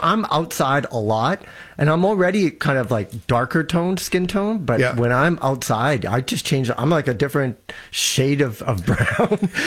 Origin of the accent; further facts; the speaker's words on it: Canada; I'm Canadian.